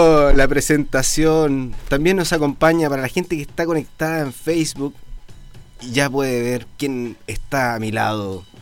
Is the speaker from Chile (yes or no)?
yes; Chile; para seguir creciendo como sociedad chilena